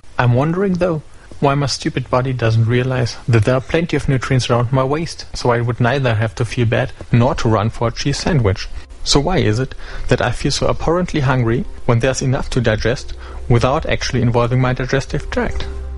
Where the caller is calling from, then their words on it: Bielefeld, North Rhine-Westphalia, Germany; I'm from Bielefeld, Germany.